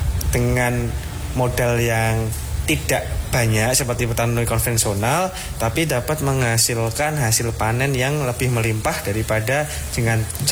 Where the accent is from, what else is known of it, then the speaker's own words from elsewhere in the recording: Yogyakarta, Special Region of Yogyakarta, Indonesia; saya dari Kota Yogyakarta.